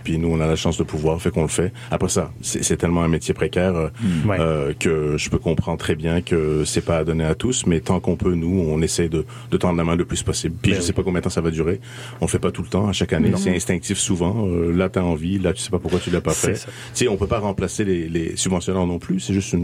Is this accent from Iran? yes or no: yes; Iran; moved away; C'est-à-dire que moi qui pensais qu'on a quitté l'Iran comme tout le monde, c'est-à-dire dans les années 80. Nous, on est restés encore un peu plus longtemps